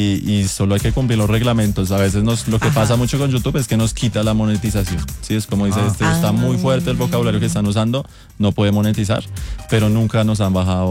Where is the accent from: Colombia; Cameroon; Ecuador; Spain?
Colombia; Porque podemos pensar que es todo diferente, pero somos colombianos